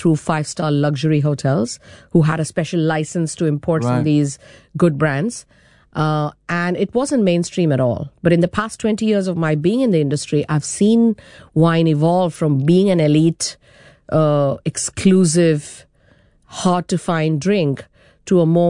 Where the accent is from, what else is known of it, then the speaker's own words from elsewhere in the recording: India; But also as an Indian, I had very little access to good quality wines to taste and sample, no mentorship program, no peers to study with, and hardly any access to good tastings